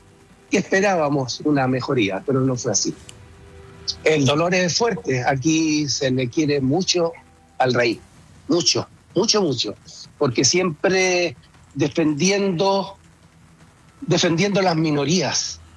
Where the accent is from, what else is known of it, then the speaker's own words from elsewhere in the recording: Chile; now in Norway; Y yo no veo por dónde se pueda perder nuestro acento. Tampoco, no en absoluto. Sí. No, y estoy al día. Yo voy todos los años a Chile, tengo parte de mi familia allá, parte de mi familia acá, y todo sigue igual, y estoy al día con mi Chile lindo